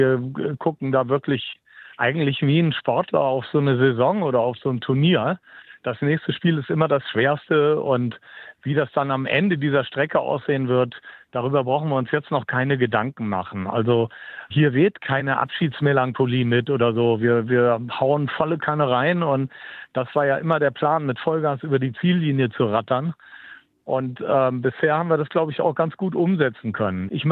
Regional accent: Düsseldorf, North Rhine-Westphalia, Germany; Wir kommen aus Düsseldorf.

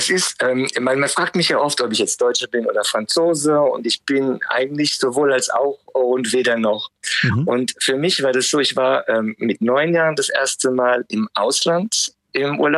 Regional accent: Germany; moved away as an adult; now in Paris, France; Und ich bin auch in Deutschland zu Hause, also ich meine aus meiner Geburtsstadt und so weiter.

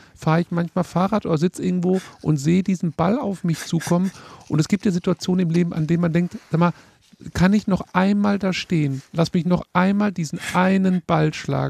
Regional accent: Witten, North Rhine-Westphalia, Germany; Das ist meine Heimat. Witten kennen vielleicht ihre Hörerinnen und Hörer nicht. Das liegt genau zwischen Bochum und Dortmund, also mitten im Herzen des Ruhrgebiets an der B1. Und das ist meine Heimat.

